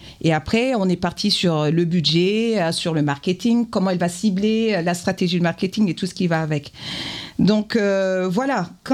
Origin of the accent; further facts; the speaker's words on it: Niger; moved away as an adult; now in France; j'ai été directrice de la communication du ministère de l'énergie au Niger, donc dans mon pays natal.